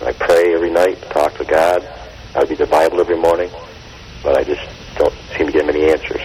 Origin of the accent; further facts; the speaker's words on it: New York, United States; Yes, I'm from New York.